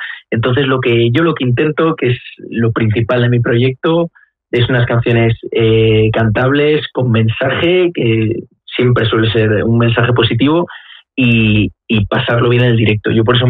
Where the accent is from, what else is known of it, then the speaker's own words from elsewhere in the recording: Burgos, Castile and León, Spain; yo soy de Burgos ciudad, pero mi pueblo, que se llama Quintana Virgo, pues hay muchísima, muchísima gente vasca y bueno, que tenemos ahí carácter del norte y se nota un montón.